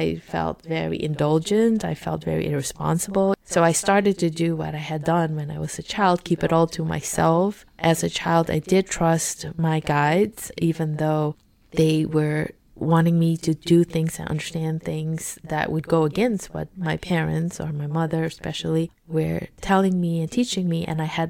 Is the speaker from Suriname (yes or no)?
yes; Suriname; sounds that were very common growing up in Suriname and going to different ceremonies and things